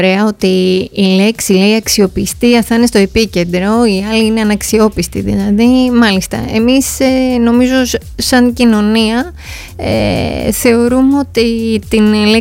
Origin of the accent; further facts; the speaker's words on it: Greece; σαν κάτοικος αυτού του νησιού, αλλά και σαν Ελληνίδα